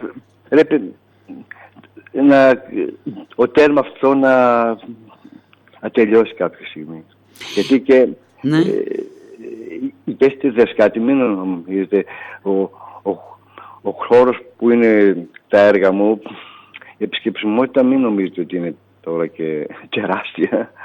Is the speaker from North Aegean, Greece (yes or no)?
no; Western Macedonia, Greece; now in Berlin, Germany; Εμείς είμαστε κάτω από το Βενέτικο που λέμε